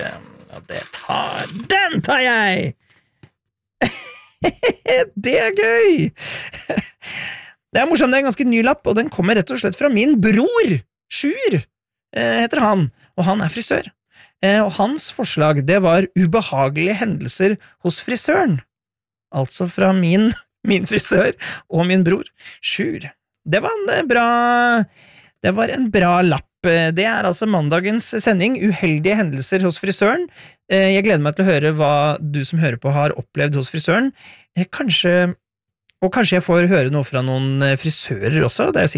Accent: Innlandet, Norway; accent: Eastern Norwegian; Jeg snakket litt om dialekt, for jeg kommer egentlig fra Hedmarken, men har aldri snakket hedmarksdialekt sånn.

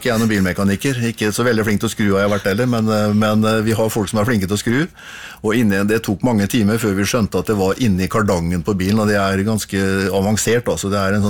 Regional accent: Fredrikstad, Østfold, Norway; Altså, jeg vokste opp på Rolse og jeg gikk på skole her I Fredrikstad og sånn

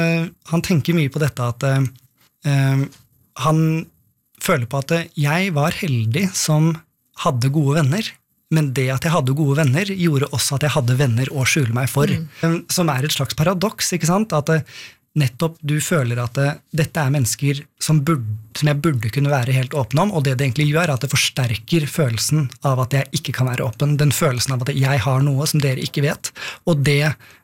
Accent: Oppegård, Akershus, Norway; born or raised there

